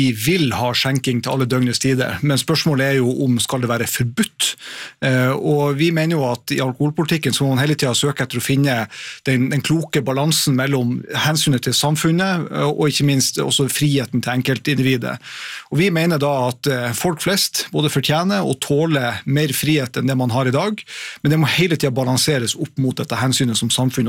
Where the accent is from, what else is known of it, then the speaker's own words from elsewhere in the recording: Harstad, Troms, Norway; i min hjemby Harstad